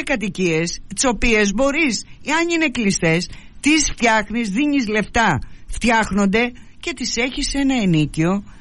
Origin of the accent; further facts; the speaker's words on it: Greece; ως Έλληνας πολίτης.